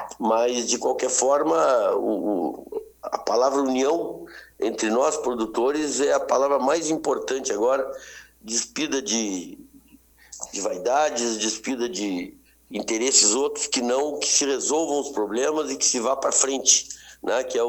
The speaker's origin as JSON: {"language": "Portuguese", "town": "Porto Alegre", "region": "Rio Grande do Sul", "country": "Brazil", "tie": "born or raised there", "also_born_or_lived": "Uruguaiana / Pinheiro Machado", "moved": "as an adult", "lives_now": "Pedras Altas, Brazil", "said": "Não, eu sou natural de Porto Alegre, vivi em Porto Alegre até os meus 18 anos, depois saí de Porto Alegre, fui para Uruguaiana fazer faculdade, me formei em veterinária, em medicina veterinária em 81, uhum. E de lá vim para Pinheiro Machado."}